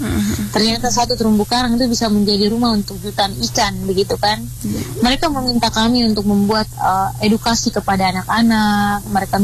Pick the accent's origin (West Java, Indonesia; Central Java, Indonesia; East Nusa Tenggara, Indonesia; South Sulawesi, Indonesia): East Nusa Tenggara, Indonesia; Larantuka; di desa kami, di kelurahan kami di Larantuka